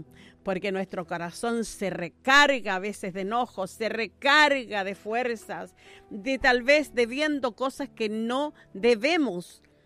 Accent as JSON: {"language": "Spanish", "country": "Chile", "said": "somos chilenos"}